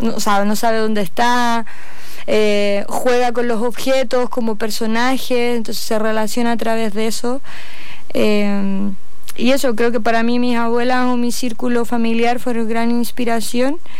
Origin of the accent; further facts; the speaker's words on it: Chillán, Ñuble, Chile; moved away as an adult; also born or lived in Santiago / Barcelona; Yo nací y criada en Chillán.